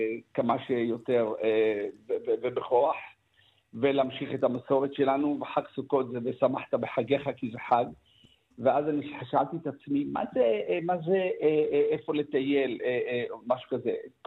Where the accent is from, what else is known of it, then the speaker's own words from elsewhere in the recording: Ramla, Central District, Israel; גם אני בילדותי ברמלה בבית הורה, היה לנו פתח ביסוק במרפסת